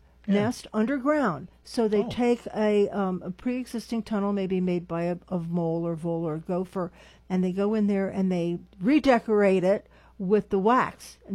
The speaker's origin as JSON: {"language": "English", "town": "Redwood City", "region": "California", "country": "United States", "said": "Yes, from Redwood City."}